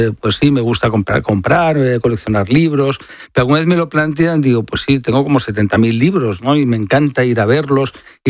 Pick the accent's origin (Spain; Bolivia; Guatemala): Spain; Barcelona, Catalonia; en mi tierra, Barcelona, y por tanto, desde jovencito hasta ahora